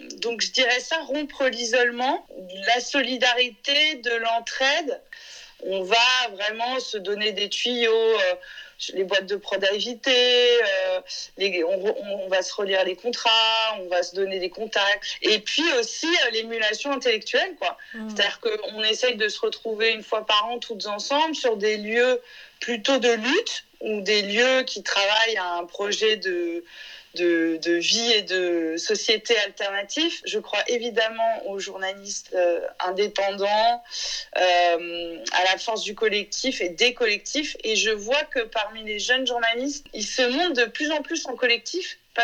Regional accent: Quimper, Brittany, France; moved away; Moi, je suis originaire de province, je suis originaire de Quimper, j'ai grandi là-bas, je me sens provinciale et fière de l'être.

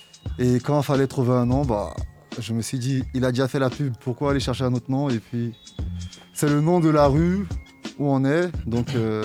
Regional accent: Rennes, Brittany, France; On est du Breil, ils sont de Beaulieu.

